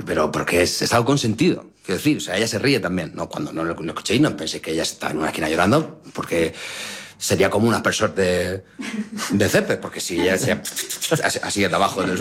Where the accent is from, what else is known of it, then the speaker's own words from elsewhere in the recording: Murcia, Region of Murcia, Spain; Soy un chico de Murcia, uh-huh. Nací en el año 86.